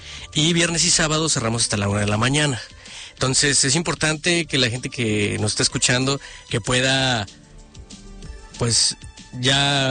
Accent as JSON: {"language": "Spanish", "country": "Mexico", "said": "algo que nos representa como mexicanos es tener este toque de humor en estas fechas"}